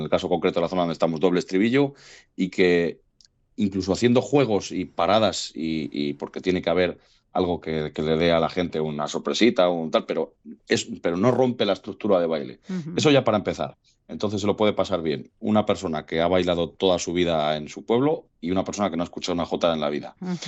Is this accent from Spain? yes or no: yes; Castile and León, Spain; born there; el grupo de danzas de mi pueblo, en el grupo de danzas Bieldo, de Vallarado.